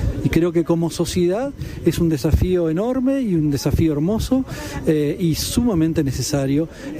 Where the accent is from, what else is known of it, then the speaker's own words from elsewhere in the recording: Uruguay; Porque somos pueblo uruguayo